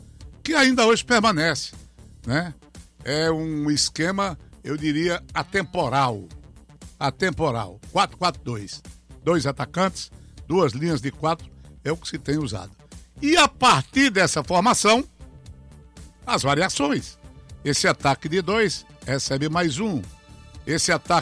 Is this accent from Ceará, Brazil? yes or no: yes; Ceará, Brazil; Nós somos do Ceará e nós temos o nosso jeito de falar, o nosso jeito de ser. Nós temos os nossos comeres, os nossos saberes, os nossos beberes.